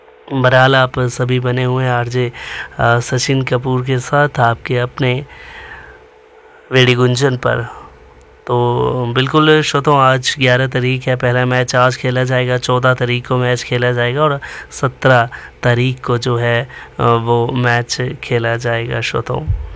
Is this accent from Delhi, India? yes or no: no; Dharamshala, Himachal Pradesh, India; हम धर्मशाला के निवासी हैं